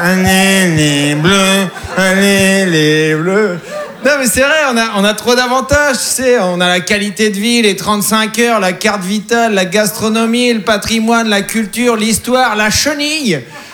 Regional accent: France; Je suis un spécimen rare, je suis un Français content.

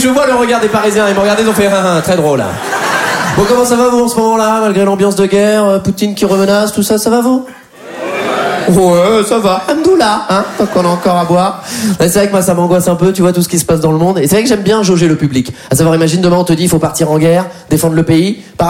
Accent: Poitiers, Nouvelle-Aquitaine, France; Moi, je viens de Poitiers.

